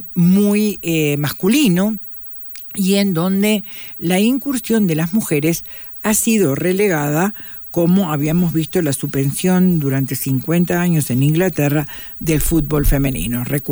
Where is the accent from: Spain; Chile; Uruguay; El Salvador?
Uruguay; yo soy uruguaya y vengo. Uruguay es un país altamente futbolista.